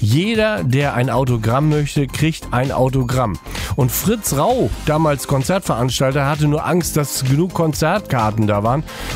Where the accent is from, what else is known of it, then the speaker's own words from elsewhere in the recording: Rostock, Mecklenburg-Vorpommern, Germany; Ich als geborener Rostocker hatte da ja auch eine sehr bewegte Zeit. 1986, ich war 15, das haben sie mittlerweile mitgekriegt, wurde 16